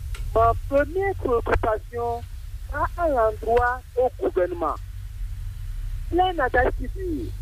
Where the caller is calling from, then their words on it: Benin; Je suis à Adjoum. Je suis dans la région d'Adjon, je vois tout ce qui se passe.